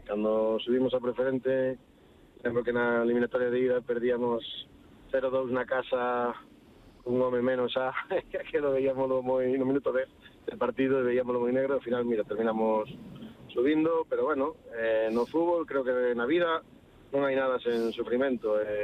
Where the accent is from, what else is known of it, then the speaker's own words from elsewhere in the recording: Vilalba, Galicia, Spain; Son de Vilalba.